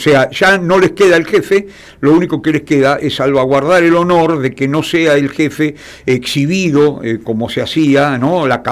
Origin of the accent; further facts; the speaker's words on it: Argentina; somos la República Argentina.